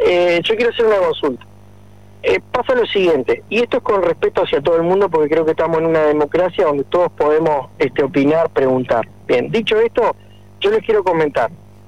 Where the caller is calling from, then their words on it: Uruguay; como uruguayos que somos